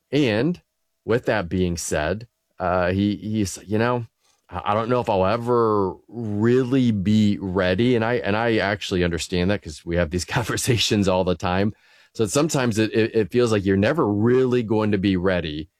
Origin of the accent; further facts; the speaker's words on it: Ohio, United States; born there; we are here in Ohio, actually thinking of the team, all born and raised in Ohio.